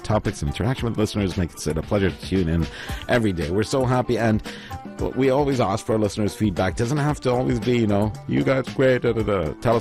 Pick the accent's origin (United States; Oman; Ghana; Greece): Oman; Salalah, Dhofar; moved away as an adult; now in Muscat, Oman; I am from Salada, born and raised, spent most of my life there. I moved here to Muscat 5 years ago